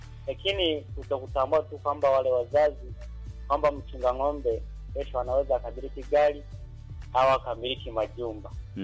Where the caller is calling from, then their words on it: Mara, Tanzania; Hata mimi mwenyewe nimekuwa maeneo ya kijijini kule kwetu Bushindwa Mara.